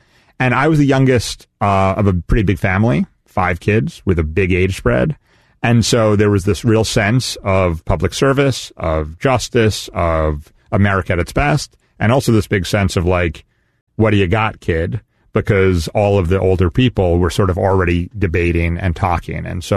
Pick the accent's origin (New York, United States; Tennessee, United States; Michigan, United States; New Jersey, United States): New York, United States; New York City; I grew up in New York City, lifelong New Yorker.